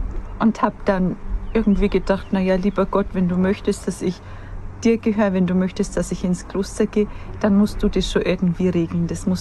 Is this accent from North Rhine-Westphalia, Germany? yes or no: no; Pottenstein, Bavaria, Germany; bei uns in der Heimatpfarrei, ich komme aus Pottenstein, das ist nur Viertelstunde entfernt von Auerbach